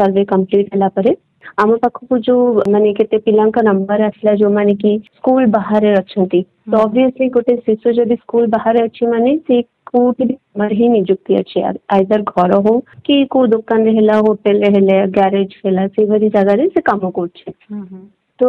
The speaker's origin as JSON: {"language": "Odia", "town": "Salepur", "region": "Odisha", "country": "India", "also_born_or_lived": "Mumbai", "said": "ଆମ ଘର କଟକର ସାଲେପୁର"}